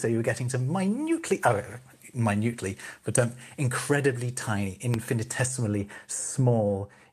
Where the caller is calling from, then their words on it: Berlin, Germany; Yeah, I am. I'm joining you from Berlin.